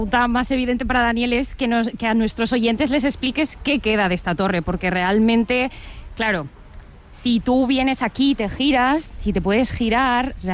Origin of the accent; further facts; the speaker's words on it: Valencian Community, Spain; las personas que somos de aquí del Pinet